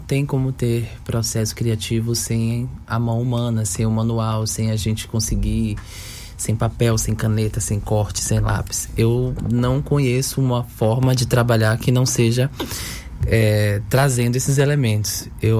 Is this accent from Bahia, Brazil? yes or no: yes; Salvador, Bahia, Brazil; Muitas pessoas não acreditam que a gente é daqui. Elas acham que a gente é de outro estado, que a gente é de São Paulo, que a gente é do Sudeste. A gente fala, cara, não, a gente é de Salvador. A gente vem de lá